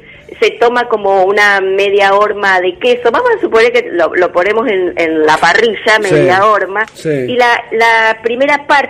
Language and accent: Spanish; Argentina; somos argentinos en primer lugar